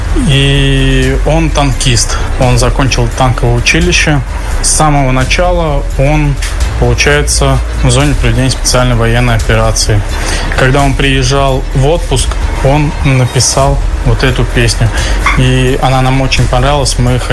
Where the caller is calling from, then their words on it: Bashkortostan, Russia; я из Республики Башкортостан.